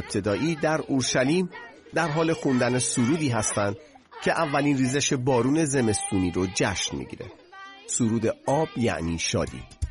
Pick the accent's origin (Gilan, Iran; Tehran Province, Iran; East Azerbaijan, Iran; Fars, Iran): Gilan, Iran; Rasht; چیزی که من زمان بچگی یادمه، من بچه رشت هستم تو شمال ایران